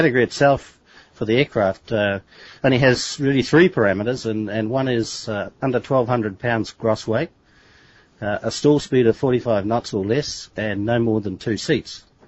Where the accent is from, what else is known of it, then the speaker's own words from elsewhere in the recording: New Zealand; in my home country of New Zealand